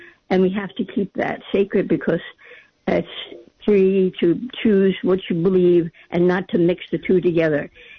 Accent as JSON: {"language": "English", "town": "New York City", "region": "New York", "country": "United States", "tie": "born or raised there", "moved": "yes", "said": "I grew up in New York City"}